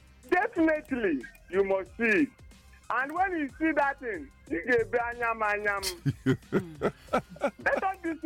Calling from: Abakaliki, Ebonyi, Nigeria; I'm calling from Ebonyi State, Abaki Lekki.

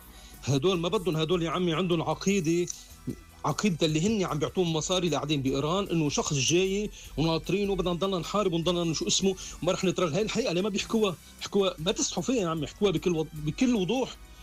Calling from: Beirut, Beirut Governorate, Lebanon; من بيروت.

